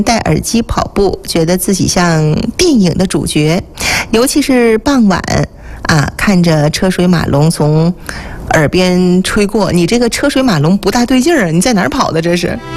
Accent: Liaoning, China; 过去呢是咱们家乡人很亲切的这个大佛寺

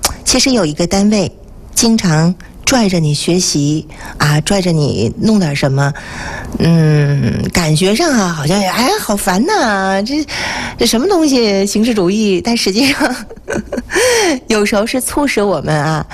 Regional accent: Northeast China, China; 对于咱们东北人来讲啊是不太愿意提的一件事儿

